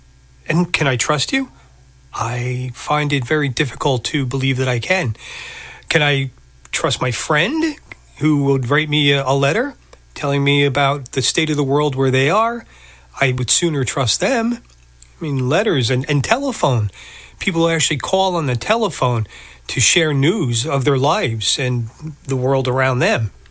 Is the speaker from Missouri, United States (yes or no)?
no; New Jersey, United States; As a kid growing up in New Jersey